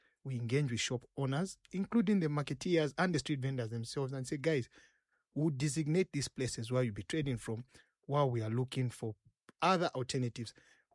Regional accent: Lusaka, Lusaka Province, Zambia; also born or lived in Chilenje; I'm an ordinary youth born on 20th January 1991 at the University Teaching Hospital in Lusaka. I grew up in Matero, where I did my school, both my primary and my secondary, and later on went to Munali, where I did my high school.

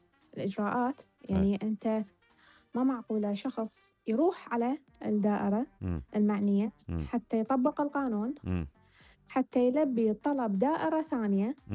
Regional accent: Iraq

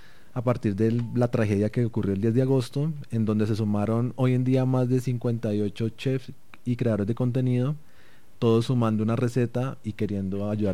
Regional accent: Cali, Valle del Cauca, Colombia; now in Bogotá, Colombia; yo estaba aquí en Bogotá, obviamente, mi familia vive en Cali, yo soy de Cali

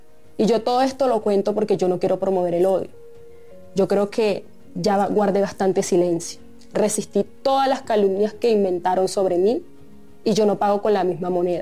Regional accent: Codazzi, Cesar, Colombia; Yo soy una pelada de 24 años. Nací en Codazzi, en el Cesar, y hasta fui reina del carnaval de mi pueblo, pa' que vean.

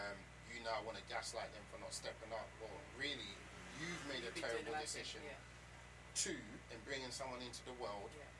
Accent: London, United Kingdom; I grew up in Peckham. I grew up around poor people.

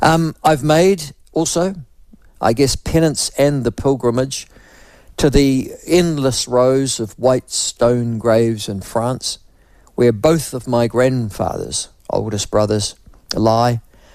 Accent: New Zealand; It's the day I feel positive about being a New Zealander. It's the day I affirm that I am one.

